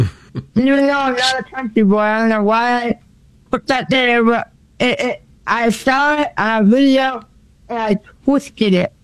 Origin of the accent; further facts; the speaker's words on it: New England, United States; So I'm from New England.